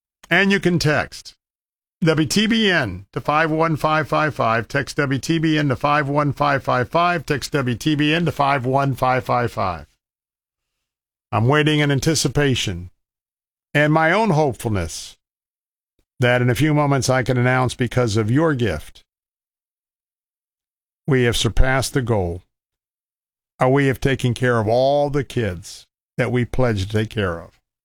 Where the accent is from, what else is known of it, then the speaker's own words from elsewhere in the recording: Tampa, Florida, United States; born there; And I didn't come from a foreign land. I was born right here in Tampa, Florida